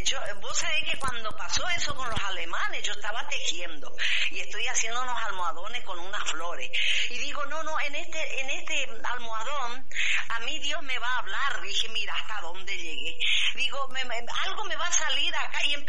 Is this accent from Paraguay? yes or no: yes; Paraguay; now in Misiones, Argentina; compatriotas queridos, porque nosotros estamos diseminados a lo largo y ancho, desde Posada hasta Iguazú, somos diseminados familias paraguayas, muchísimos paraguayos hay. Yo creo que somos como 1 millón de personas somos acá en Misiones